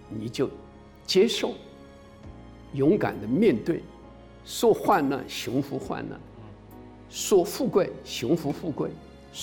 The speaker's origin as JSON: {"language": "Chinese", "region": "Hunan", "country": "China", "said": "因为我是湖南人，而且我们在湖南建立了湖南金蝶信创软件基地"}